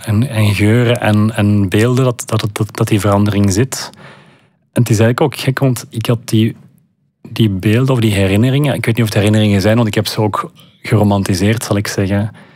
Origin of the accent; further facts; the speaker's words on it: Leuven, Flemish Brabant, Belgium; Ik kom uit Leuven. Ik woonde in Leuven. We zijn terug in de buurt van Leuven komen wonen. Ik zie die stad graag. Die is heel vertrouwd voor mij.